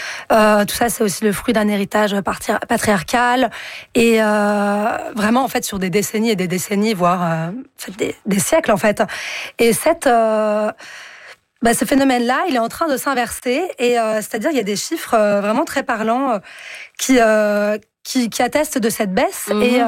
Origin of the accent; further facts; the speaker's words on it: France; chez nous, en France